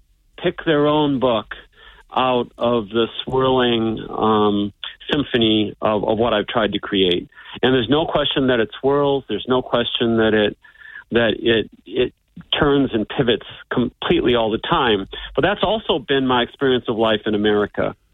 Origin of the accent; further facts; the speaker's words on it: Davenport, Iowa, United States; now in Staten Island, New York, United States; I grew up on the Mississippi River in urban Iowa, and it was nothing like the bucolic area that people in other parts of the country might think.